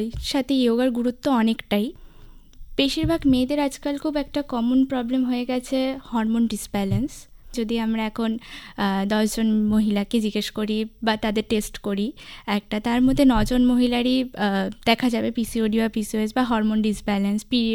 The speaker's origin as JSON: {"language": "Bangla", "town": "Siliguri", "region": "West Bengal", "country": "India", "said": "আমি শিলিগুড়ি থেকে এসেছি।"}